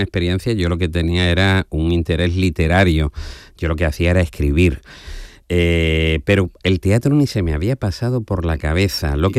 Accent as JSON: {"language": "Spanish", "town": "Jerez de la Frontera", "region": "Andalusia", "country": "Spain", "tie": "born or raised there", "said": "que yo soy del barrio de San Miguel"}